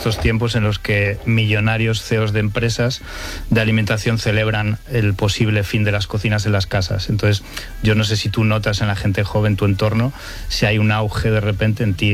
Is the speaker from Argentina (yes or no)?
no; Community of Madrid, Spain; Y en mi pueblo, en la Sierra de Madrid, hacen una caldereta una vez al año